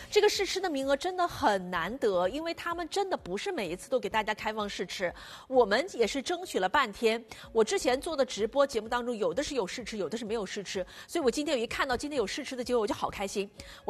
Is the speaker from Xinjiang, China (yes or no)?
no; Jiangxi, China; 因为我们是江西人